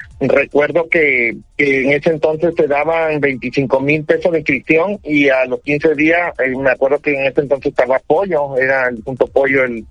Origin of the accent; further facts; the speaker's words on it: Puerto Mariano, Veracruz, Mexico; yo soy una persona que vengo de un pueblo, soy originario de Puerto Mariano, municipio de Puente Nacional, soy del pueblo, me debo al pueblo